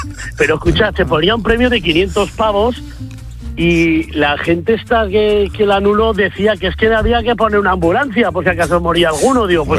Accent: Tabuenca, Aragon, Spain; born there; te llamo de Tabuenca, que es provincia de Zaragoza, aquí a la del Moncayo.

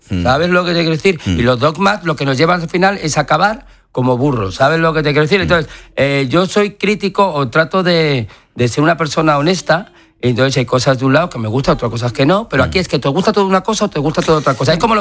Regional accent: Madrid, Community of Madrid, Spain; ya cuando soy imagen de mi ciudad, soy madrileño, claro. Madrid no entiende de política, soy madrileño

